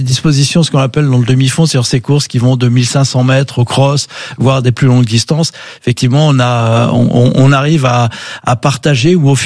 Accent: Reims, Grand Est, France; born there; also born or lived in Arcachon / Provence

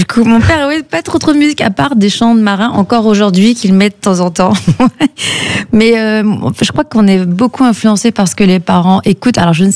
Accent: Addis Ababa, Ethiopia; also born or lived in Côte d'Ivoire; Je suis née en Côte d'Ivoire et on est parti 6 mois plus tard, on est parti en Éthiopie, à Addis Abeba.

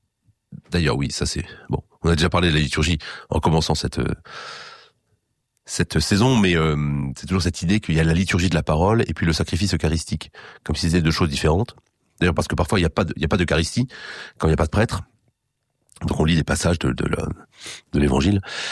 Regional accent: Erquy, Brittany, France; chez nous en Bretagne, à Erquy.

